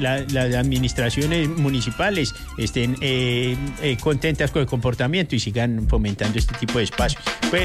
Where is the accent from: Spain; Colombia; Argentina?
Colombia; Paisa region; como paisas que somos